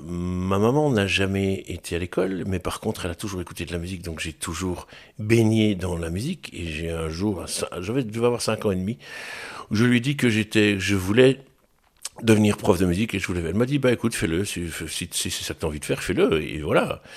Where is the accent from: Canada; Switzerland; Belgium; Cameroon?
Belgium; Charleroi, Wallonia; also born or lived in Gosselies / Braine-le-Comte; now in Marcinelle, Belgium; Je suis né à Gosselies. Et donc, j'ai vécu à Jumet pendant une bonne vingtaine d'années. Puis, je suis arrivé à Marcinelle. Puis, j'ai déménagé pour la Brenne-le-Comte. Et puis, je suis revenu à Marcinelle.